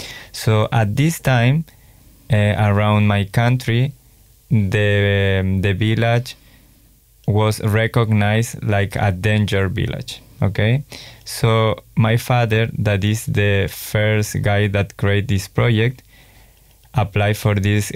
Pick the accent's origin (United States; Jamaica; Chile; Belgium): Chile; English is a second language; moved away as an adult; also born or lived in Germany; now in Melbourne, Australia; I am from Chile. I am from Chile, and I left Chile around 8 years. So I went for first time to Germany to live there around 4.5 years.